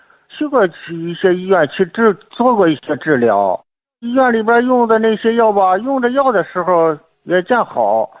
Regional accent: Hebei, China; 我今年我70岁了，我家是河北的

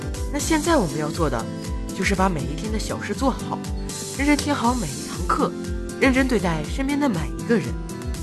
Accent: Heilongjiang, China; 尤其是我们黑龙江的孩子，从小生活在这片黑土地上，

